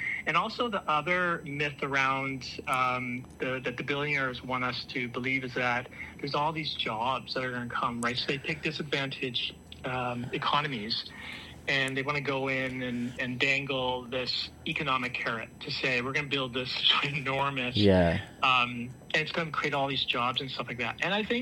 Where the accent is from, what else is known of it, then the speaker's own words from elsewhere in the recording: Canada; as a Canadian citizen